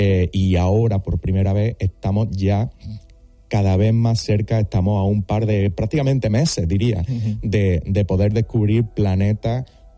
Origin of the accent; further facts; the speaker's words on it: Andalusia, Spain; moved away as an adult; en mi tierra, en Andalucía